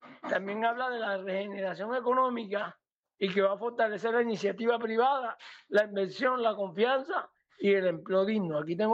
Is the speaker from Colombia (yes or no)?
yes; Colombia; son temas que a uno le preocupan como colombiano.